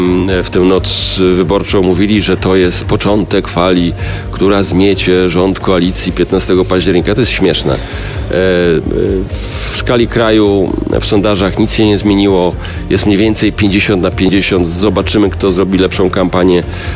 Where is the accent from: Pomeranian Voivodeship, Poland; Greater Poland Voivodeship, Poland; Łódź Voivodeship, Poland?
Greater Poland Voivodeship, Poland; Poznań; Ja jestem z Poznania, nie z Krakowa